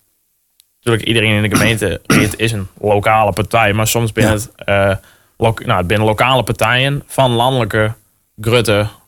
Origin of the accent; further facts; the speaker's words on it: Tytsjerk, Friesland, Netherlands; Werd wel het tietserk. Dat is het waar ik opgegroeid ben.